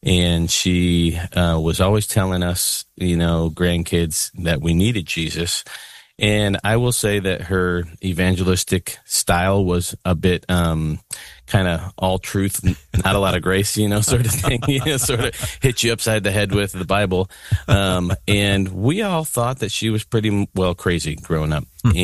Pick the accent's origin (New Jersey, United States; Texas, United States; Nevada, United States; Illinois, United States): Illinois, United States; I grew up in the Chicago suburbs my mom and dad were really young when they had me